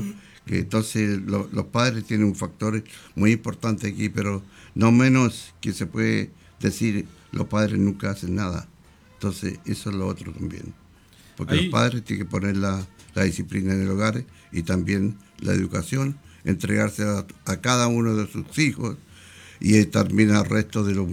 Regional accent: Chile; todos somos chilenos.

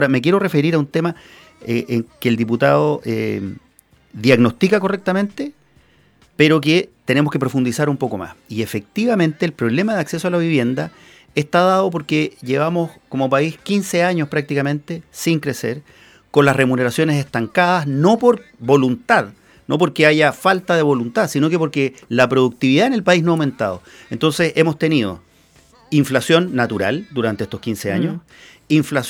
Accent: Chile; como chilenos, digamos, estamos empeñados y convencidos de que el esfuerzo es lo que nos mueve

